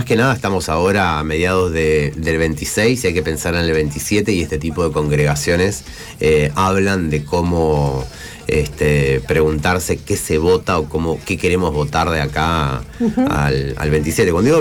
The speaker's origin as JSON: {"language": "Spanish", "town": "Rosario", "region": "Santa Fe", "country": "Argentina", "said": "las lecturas desde Rosario, como rosarinas y rosarinos."}